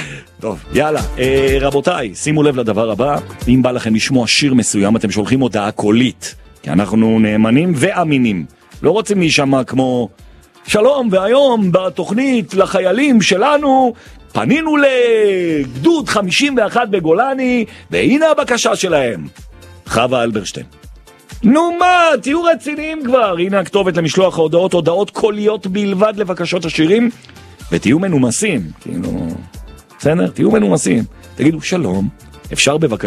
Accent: Jerusalem, Jerusalem District, Israel; אני תמיד מדבר על ירושלים בגאווה גדולה ועניינים, כי אני ירושלמי, וככה חונכתי

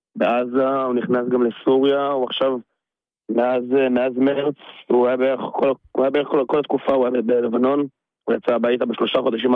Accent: Hod HaSharon, Central District, Israel; born there

